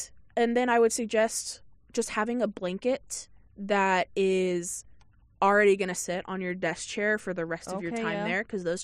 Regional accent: Olathe, Kansas, United States; born there; also born or lived in Lenexa / Colorado / Texas; now in Manhattan, Kansas, United States; I'm from Olathe. Yeah, born in Olathe, moved to Lenexa, now back in Olathe with my parents. But I live out here in Manhattan.

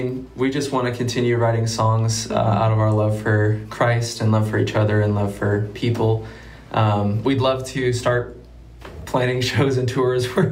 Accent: Sabetha, Kansas, United States; I'm from Sabetha, Kansas. It's a little town about an hour north of Topeka.

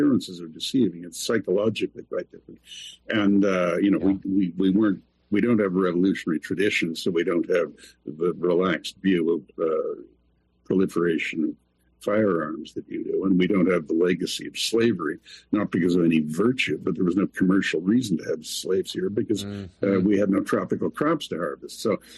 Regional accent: Canada; I'm English-speaking Canadian.

